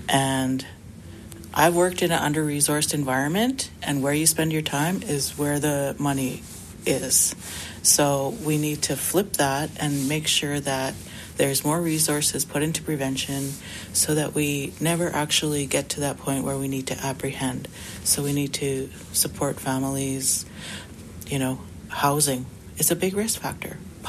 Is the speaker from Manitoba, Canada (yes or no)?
yes; Grand Rapids, Manitoba, Canada; I grew up in Grand Rapids, the daughter of a fisherman